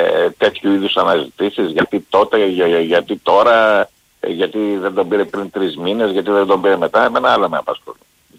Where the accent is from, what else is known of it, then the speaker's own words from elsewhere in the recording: Keratsini, Attica, Greece; από το Κερατσίνο.